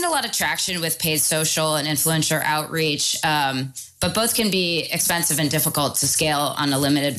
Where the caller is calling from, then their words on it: Indio, California, United States; I'm calling from Indio, California